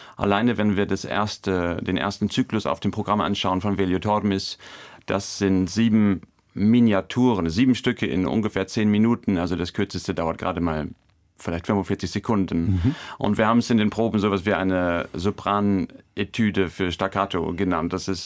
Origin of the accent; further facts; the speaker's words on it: Lower Saxony, Germany; now in Cologne, Germany; Ich bin eigentlich ein totales Landei. Ich komme aus dem Emsland und bin dann nach Köln gezogen